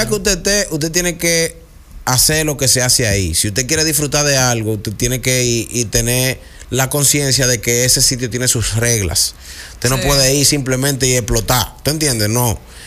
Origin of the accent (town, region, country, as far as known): Dominican Republic